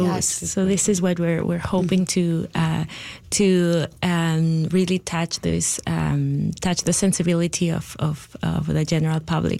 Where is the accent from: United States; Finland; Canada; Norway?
Canada; Vancouver, British Columbia; So the first one took place in BC. We come from Vancouver.